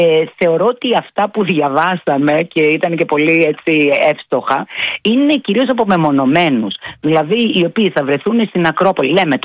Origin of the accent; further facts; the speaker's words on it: Turkey; Greek is a second language; λέγοντα ότι μιλάω πολύ καλά αυτή τη γλώσσα. Αν και είμαι Τουρκάλα.